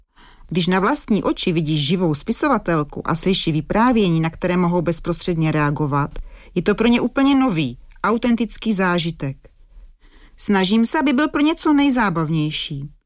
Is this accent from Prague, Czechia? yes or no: no; Brno, South Moravian Region, Czechia; accent: Brno; kdy jsem se teda marně snažila skrývat svůj brněnský přízvuk